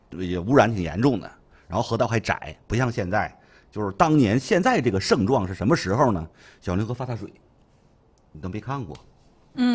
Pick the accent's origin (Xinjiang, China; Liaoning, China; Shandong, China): Liaoning, China; Jinzhou; 其实我作为一个土生土长的锦州人